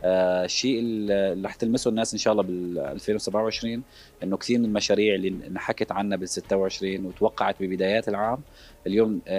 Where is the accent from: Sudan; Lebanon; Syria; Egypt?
Syria; Aleppo, Aleppo Governorate; اقرب شيء ممكن اني باعتباري من حلب، فيعني ممكن بحب اسمع انا مشاكل موجوده بحلب اكثر يعني.